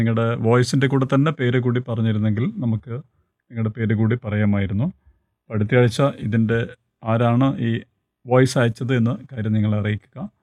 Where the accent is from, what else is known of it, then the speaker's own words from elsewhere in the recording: Panalad, Kerala, India; കണ്ണൂർ ജില്ലയിൽ പാണലാടാണ് എൻ്റെ വീട്.